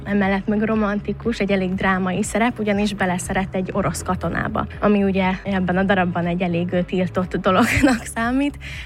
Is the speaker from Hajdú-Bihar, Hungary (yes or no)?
no; Budapest, Hungary; én pesti vagyok